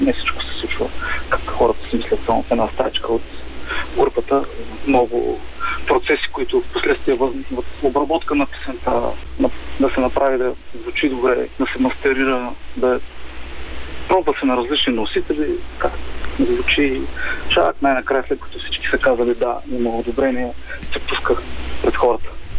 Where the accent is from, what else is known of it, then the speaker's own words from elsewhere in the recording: Burgas, Burgas Province, Bulgaria; Да, ние сме от Бургас.